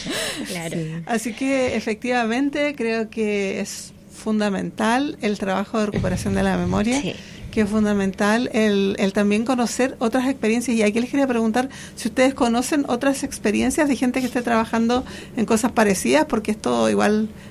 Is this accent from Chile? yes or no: yes; Chile; now in Barcelona, Spain; nosotras somos chilenas